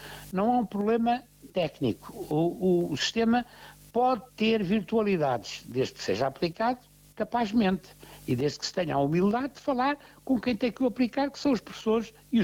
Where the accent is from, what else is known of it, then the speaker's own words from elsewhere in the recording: Portugal; Somos nós, portugueses, somos os descendentes de Afonso de Albuquerque